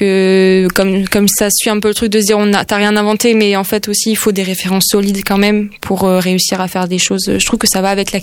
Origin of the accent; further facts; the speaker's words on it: Grenoble, Auvergne-Rhône-Alpes, France; Après moi je suis allée pas mal sur place en Ariège, puis j'ai grandi à Grenoble et tout.